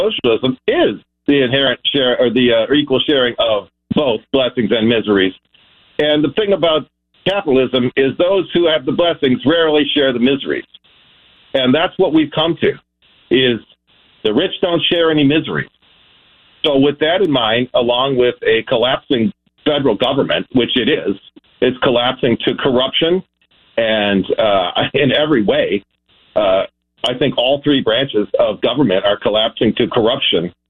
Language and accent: English; Michigan, United States; and I'm from Wayne County, I was born in Wayne County, I was born at Old Grace Hospital on 7 Mile in Greenfield.